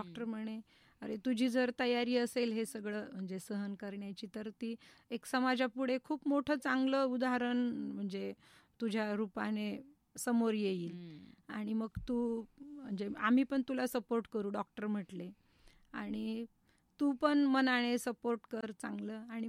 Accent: Aurangabad, Maharashtra, India; now in Ahmednagar, India; औरंगाबादला असायचे, म्हणजे माझ्या माहेरी

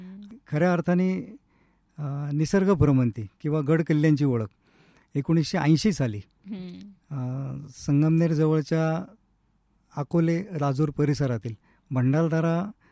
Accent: Sinnar, Maharashtra, India; Born and brought, म्हणजे मूळ माझं जन्मगाव सिन्नर, नाशिक जिल्ह्यामध्ये.

